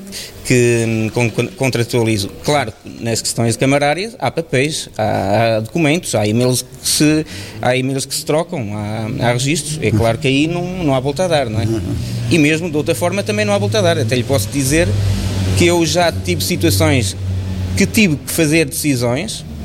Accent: São Pedro do Sul, Centro, Portugal; moved away as an adult; also born or lived in Vozela; now in Oliveira de Frades, Portugal; sou natural de Carvalhais, São Pedro Sul, pronto, é essa a minha naturalidade.

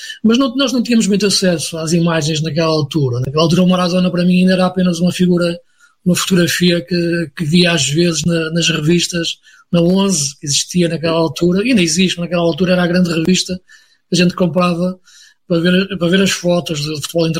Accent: Porto, Portugal; also born or lived in Braga; Eu sou aqui da região do Porto, não é?

